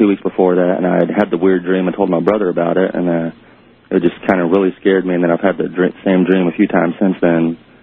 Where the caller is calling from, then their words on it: Fort Walton Beach, Florida, United States; down in Fort Walton Beach, Florida.